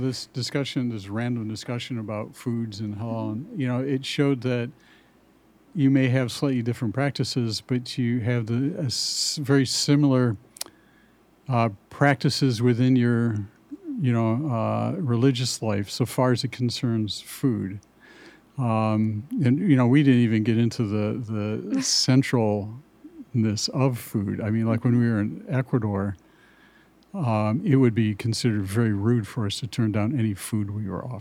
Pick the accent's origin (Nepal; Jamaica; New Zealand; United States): United States; Cleveland, Ohio; now in Binghamton, United States; Yeah, I'm originally from Cleveland